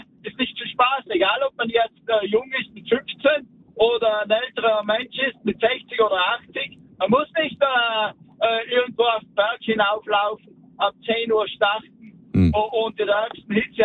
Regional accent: South Tyrol, Italy; bei uns in Südtirol, ich bin selber beim Weißen Kreuz als Freiwilliger unterwegs

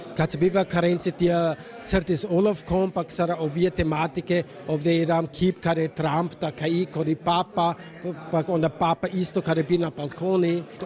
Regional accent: Großwarasdorf, Burgenland, Austria; Croatian is a second language; Ja sam gradišćanski Hrvat. Ja se cva ne znam tako to hrvatsko pominat, ali ja se trsim. Ja sam iz Velikog Borištofa

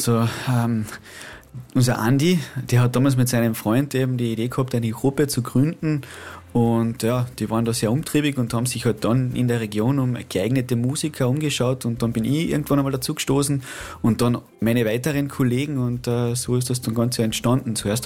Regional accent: Steuerberg, Carinthia, Austria; Ich bin aus Steuerberg

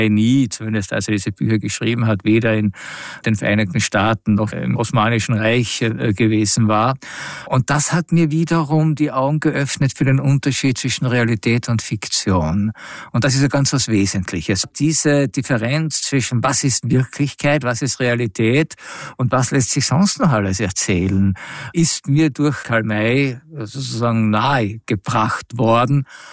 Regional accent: Villach, Carinthia, Austria; moved away as an adult; Und wie ich dann nach der Matura sofort weg bin aus Villach, ist mir viel abgegangen. Natürlich das Elternhaus, natürlich, Sie haben schon angedeutet, die Landschaft, die Seen

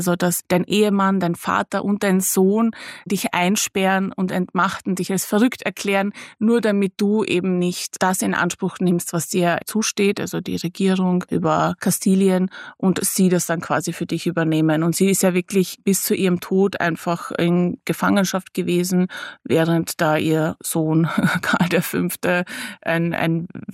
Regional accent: Bosnia & Herzegovina; meine Eltern immer versucht haben, mir meine Heimat so durch Geschichte näher zu bringen. Nicht nur durch Kriege, sondern eben auch Geschichte, die noch viel älter ist, bosnisches Mittelalter, Könige und Königinnen

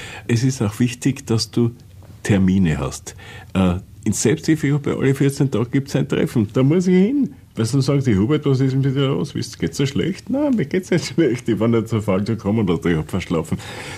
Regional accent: Vienna, Austria; Ich bin halt einmal Österreicher, ich bin ein Wiener

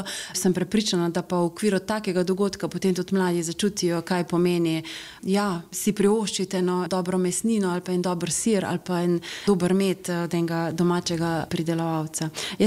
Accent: Koroška, Slovenia; now in Klagenfurt, Austria; da tukaj živi slovenska narodna skupnost in da sama sem Korošica.

